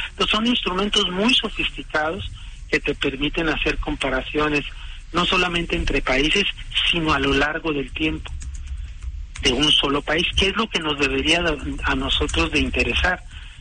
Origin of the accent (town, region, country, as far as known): Mexico